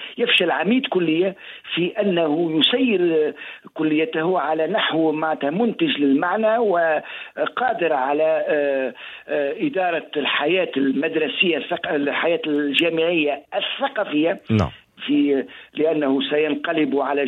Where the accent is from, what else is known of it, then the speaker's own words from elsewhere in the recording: Tunisia; في جهتنا بالصقلبة